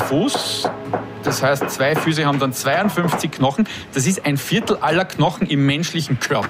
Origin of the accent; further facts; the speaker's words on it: Tyrol, Austria; Das muss ich als Tiroler natürlich kennen